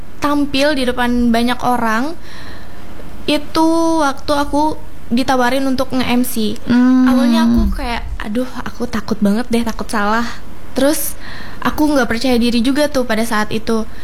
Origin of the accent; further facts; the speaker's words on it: Murung Raya, Central Kalimantan, Indonesia; Iya, aku dari Murung Raya.